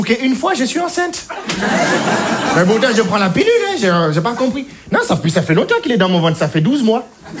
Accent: Clermont-Ferrand, Auvergne-Rhône-Alpes, France; Oui, puis je comprends pas d'où me vient cet accent, là. Je suis de Clermont-Ferrand, moi, là-bas, il y a pas de...

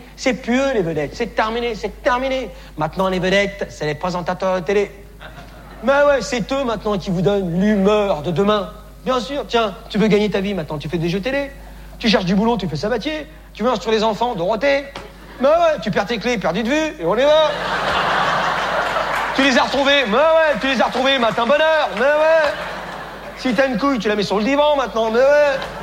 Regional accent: France; Et alors, je suis français, il y a quelque chose à dire, non ?

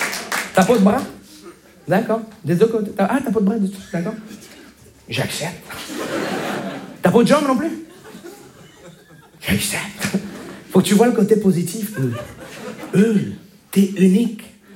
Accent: Montreal, Quebec, Canada; Bonjour, je me présente … je viens de Montréal.

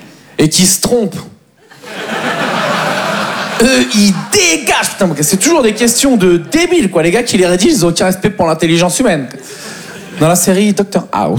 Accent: France; Je suis français, j'ai des droits.

